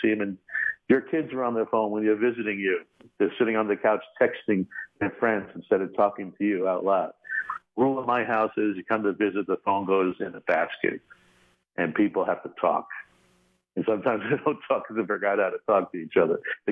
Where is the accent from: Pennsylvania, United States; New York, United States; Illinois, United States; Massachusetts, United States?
New York, United States; Brentwood; also born or lived in San Antonio, Texas; I was born in San Antonio, Texas, when my father was in the service and lived there on Randolph Air Force Base for a year. Then back to my parents' roots in New York.